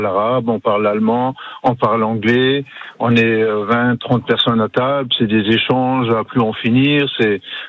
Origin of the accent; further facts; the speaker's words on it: Grand Est, France; now in Mayenne, France; Non, j'ai grandi dans l'Est, donc j'ai grandi sur la frontière allemande.